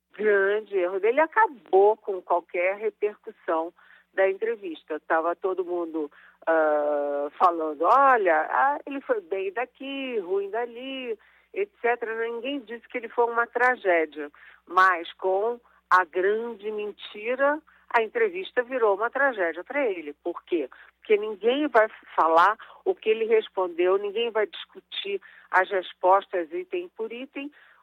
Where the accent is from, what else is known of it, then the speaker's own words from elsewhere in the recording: Rio de Janeiro, Brazil; Eu que sou carioca, falo de cabeça para baixo.